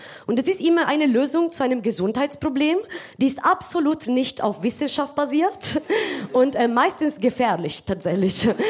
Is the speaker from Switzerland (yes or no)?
no; Italy; now in Munich, Germany; Ich komme aus Italien, aber ich wohne seit 6 Jahren in München.